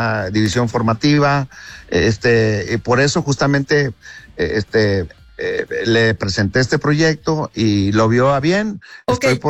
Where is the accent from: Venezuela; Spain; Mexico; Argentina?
Mexico; Y aquí en nuestro país no somos como los argentinos, como los uruguayos